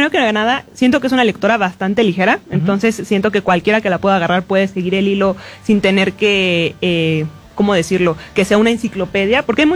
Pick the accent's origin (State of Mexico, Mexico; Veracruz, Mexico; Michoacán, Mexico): State of Mexico, Mexico; Soy autora independiente, 22 años, ¿qué?, completamente mexicana.